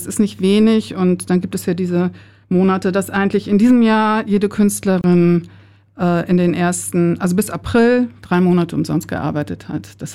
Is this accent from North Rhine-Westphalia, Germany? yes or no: no; Hamburg, Germany; Nee, ich komme ja aus Hamburg und habe in Hamburg Illustration studiert und war dann in Berlin an der Filmhochschule, an der DFFB.